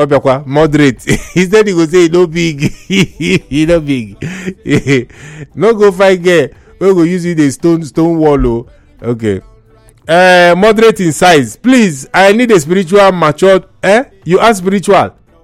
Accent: Rivers, Nigeria; from River State, based in Port Harcourt.

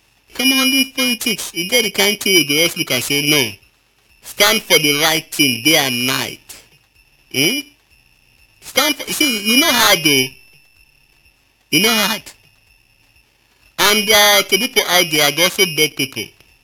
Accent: Lagos, Nigeria; I grew up in Lagos.

